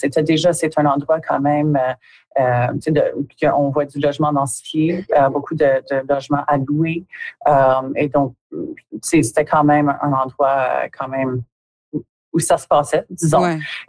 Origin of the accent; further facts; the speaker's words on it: Timmins, Ontario, Canada; vous avez mentionné que je suis originaire de Timmins, puis je dirais que dans mon enfance, on pouvait les nommer, disons.